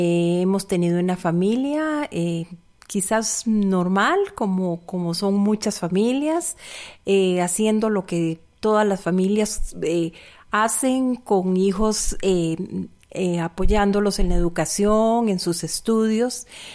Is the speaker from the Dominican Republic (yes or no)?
no; Costa Rica; moved away as an adult; also born or lived in Panama; Bueno, nuestra vida comenzó en otro país. Tuvimos que salir de Costa Rica para irnos a Panamá porque a él lo nombraron en Panamá como en una posición mejor de la que tenía en Costa Rica. Y vivimos allá 7 años.